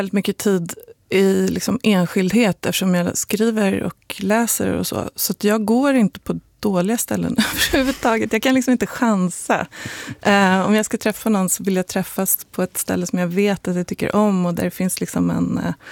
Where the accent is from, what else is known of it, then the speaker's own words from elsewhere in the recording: Sweden; Jag talade inte om att jag var svensk